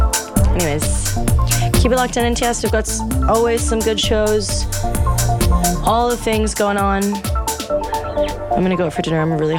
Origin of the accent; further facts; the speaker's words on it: Toronto, Ontario, Canada; Someone's asking in the chat where in Canada I'm from. Famously from Toronto. I don't know if you can't tell it with my accent. Sometimes people think I'm from California. And one time when I was in Glasgow, somebody asked me if I was Glaswegian